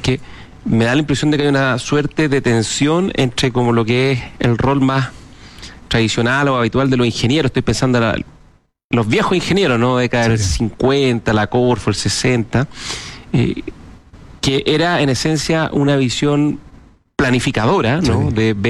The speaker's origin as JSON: {"language": "Spanish", "town": "Santiago", "region": "Santiago Metropolitan Region", "country": "Chile", "said": "para quienes somos de Santiago"}